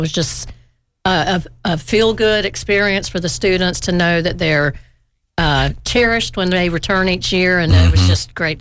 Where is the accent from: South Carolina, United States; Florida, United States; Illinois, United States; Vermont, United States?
South Carolina, United States; Columbia; I grew up in Columbia, South Carolina.